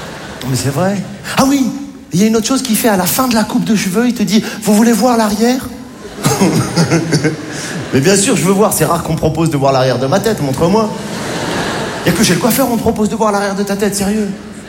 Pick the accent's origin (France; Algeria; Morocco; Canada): Morocco; Je suis né au Maroc. Ce qui est bien quand t'es marocain, quand tu vas aux States